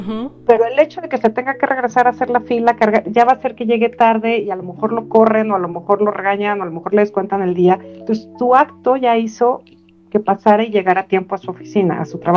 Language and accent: Spanish; Mexico; esta película es súper bonita de cómo muchas veces los mexicanos transmitimos ese amor y esa alegría a otras culturas